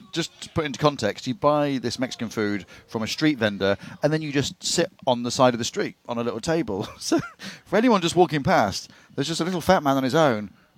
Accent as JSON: {"language": "English", "town": "Cleethorpes", "region": "Yorkshire and the Humber", "country": "United Kingdom", "tie": "born or raised there", "said": "Growing up in Cleethorpes"}